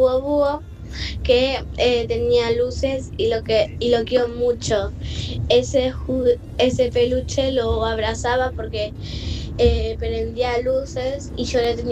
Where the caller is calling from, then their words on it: Villa Elisa, Argentina; de Villa Elisa, tengo 10 años